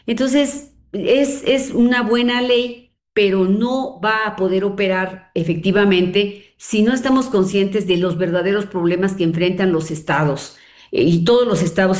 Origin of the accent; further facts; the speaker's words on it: Hidalgo, Mexico; Mira, yo soy de Hidalgo.